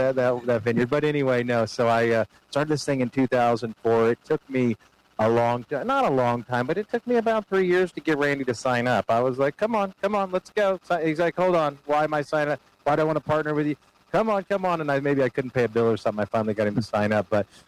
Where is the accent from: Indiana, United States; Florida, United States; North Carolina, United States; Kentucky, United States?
Indiana, United States; Kokomo; moved away; I'm from Indiana.